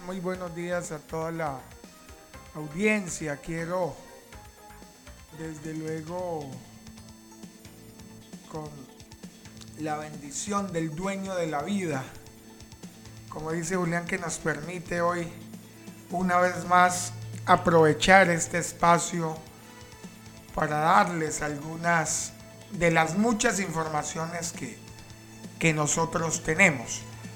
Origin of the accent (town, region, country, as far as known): Colombia